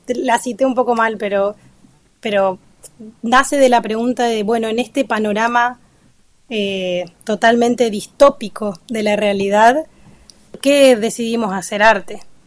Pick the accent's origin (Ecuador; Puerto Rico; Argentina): Argentina; Chaco; now in Buenos Aires, Argentina